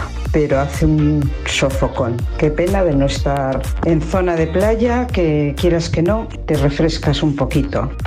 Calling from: Guadalajara, Castilla-La Mancha, Spain; de Guadalajara.

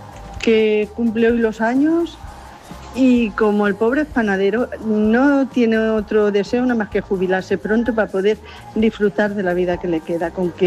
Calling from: Almuradiel, Castilla-La Mancha, Spain; os llamo desde Almuradiel

